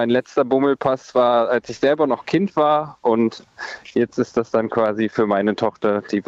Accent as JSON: {"language": "German", "region": "Bremen", "country": "Germany", "tie": "born or raised there", "moved": "as an adult", "lives_now": "Braunschweig, Germany", "said": "Ich bin in Bremen aufgewachsen und bin dann 2016 nach Braunschweig gezogen und fahre regelmäßig dann quasi in meine Heimat."}